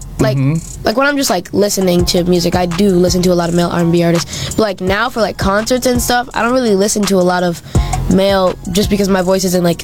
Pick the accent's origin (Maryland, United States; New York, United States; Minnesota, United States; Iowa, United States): Minnesota, United States; Minneapolis; Minneapolis, Minnesota.